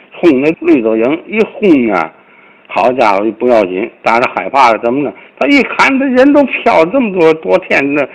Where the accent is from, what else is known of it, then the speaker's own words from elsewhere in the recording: Tianjin, China; 丁先生说的那个千德庄的事儿啊，我从小不在那长大的嘛。